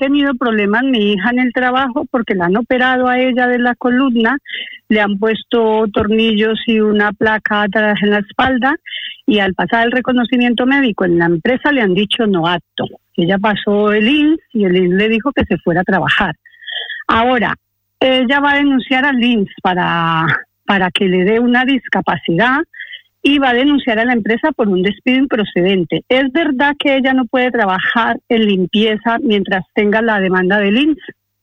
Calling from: Madrid, Community of Madrid, Spain; de Argüelles

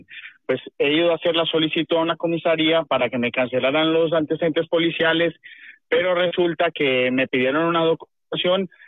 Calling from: Madrid, Community of Madrid, Spain; Buenos días. … Comunico desde Madrid.

